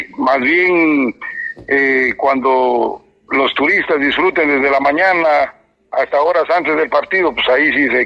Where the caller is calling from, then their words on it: Ecuador; Todos somos ecuatorianos